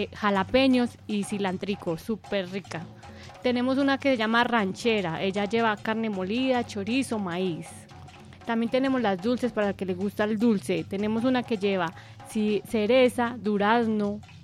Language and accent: Spanish; Boyacá, Colombia; now in Sabaneta, Colombia; Nosotras somos de Boyacá y allá tenemos familia que tiene pizzerías. Entonces, ya por cuestiones de la vida, yo me trasladé a vivir aquí a Sabaneta